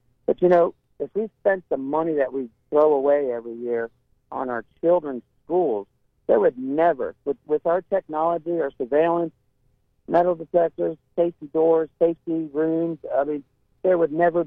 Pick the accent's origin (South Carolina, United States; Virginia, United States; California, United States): Virginia, United States; I mean, I grew up in Virginia. I used to go to Norfolk State.